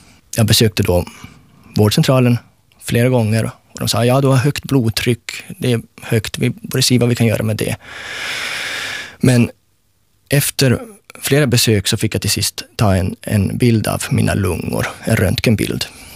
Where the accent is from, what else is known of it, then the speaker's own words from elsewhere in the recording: Sweden; accent: Rikssvenska; now in Finland; och när jag talar så finns det rikssvenska betoningarna kvar, som ibland också sipprar lite mot det finlandssvenska.